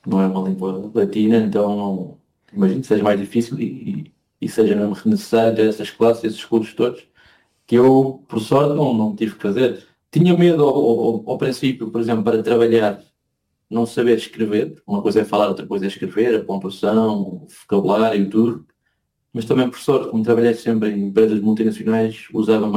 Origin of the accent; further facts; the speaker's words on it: Portugal; moved away; Mas sim, há muitas pessoas aqui que falam comigo e não sabem que sou português.